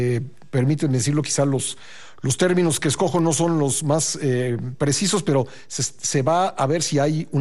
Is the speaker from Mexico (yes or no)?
yes; Chihuahua, Mexico; born there; En el norte del país, en mi tierra Chihuahua